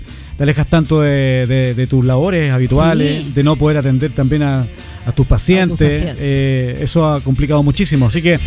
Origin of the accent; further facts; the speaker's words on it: San Fernando, O'Higgins, Chile; born there; moved away; yo viví cerca de 7 años más o menos en San Fernando. Tuve mi proceso de estudiante también allá en el colegio José Gregorio Argomedo, amigo mío. Ahí en la calle Manso Velasco.